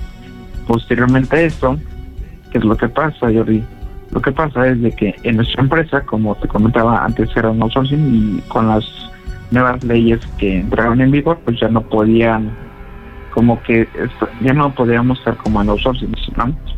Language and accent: Spanish; Puebla, Mexico; Oye, del estado, soy del estado de aquí de Puebla y prácticamente tengo lo que son 28 años de edad, recién cumplidos.